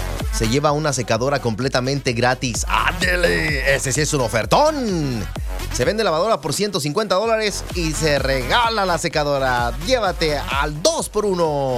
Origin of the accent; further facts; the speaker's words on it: Guanajuato, Mexico; yo soy de Guanajuato, la verdad. Soy de Guanajuato, somos alegres